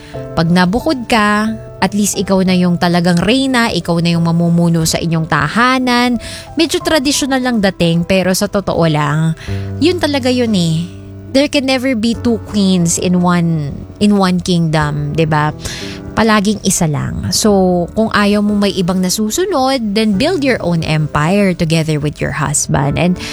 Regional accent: Malolos, Central Luzon, Philippines; sa amin sa Malolos, sa may Bulacan

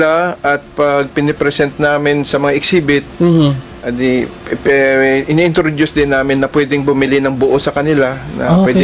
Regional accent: Puerto Galera, Mimaropa, Philippines; Yung dati kasi yung grupo namin ay Puerto Galera Art Group, kasi taga Puerto Galera ako.

